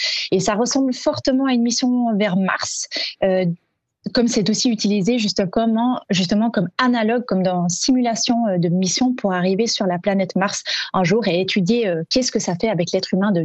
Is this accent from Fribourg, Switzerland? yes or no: no; Vaud, Switzerland; now in Toulouse, France; Alors la Suisse, c'est mon pays natal. Je suis née et j'ai grandi en Suisse, dans le canton de Vaud.